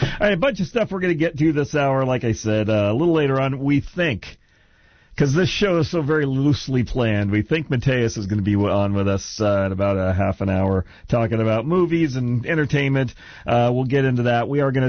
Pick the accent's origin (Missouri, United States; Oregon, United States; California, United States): California, United States; moved away; Like I said, I'm from California. There's a lot of stupid people there. They don't really know how to count very well. So math is really hard. That's why I left.